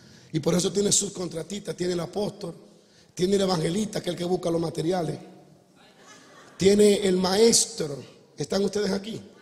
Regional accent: Dominican Republic; Soy dominicano

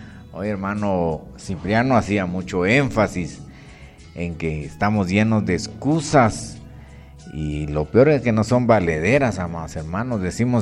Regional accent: San Pedro Necta, Huehuetenango, Guatemala; moved away; ayer estuve ya por las tierras de San Pedro Neta, mi pueblo

